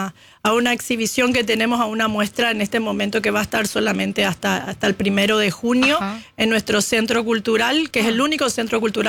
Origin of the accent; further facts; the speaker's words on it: Buenos Aires, Argentina; moved away as an adult; also born or lived in Paraguay; yo me crié en Buenos Aires, para serles sincera.